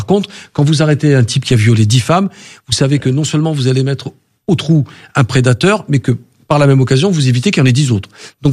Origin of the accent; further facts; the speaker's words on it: Marseille, Provence-Alpes-Côte d'Azur, France; j'en reviens toujours parce que j'ai grandi à Marseille.